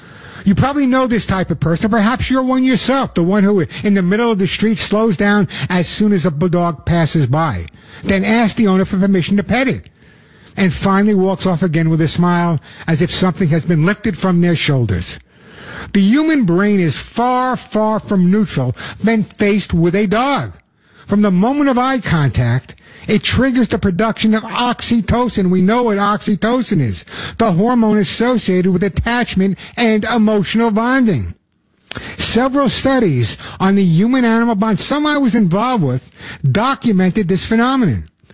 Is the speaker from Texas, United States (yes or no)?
no; New York, United States; I know I lost my accent. I know it's hard to tell I'm from New York, but I am Long Island.